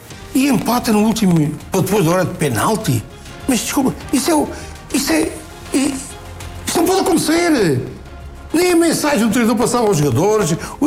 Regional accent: Portugal; E eu sou português.

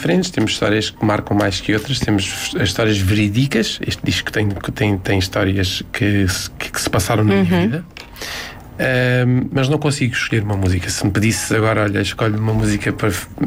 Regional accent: Pinhal Novo, Setúbal, Portugal; Pinhal Novo.

